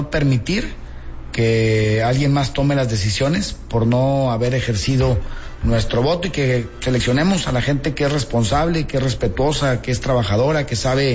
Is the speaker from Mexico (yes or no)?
yes; Mexico; porque pues, somos un país, México, somos todos, ¿no? Todos somos ciudadanos mexicanos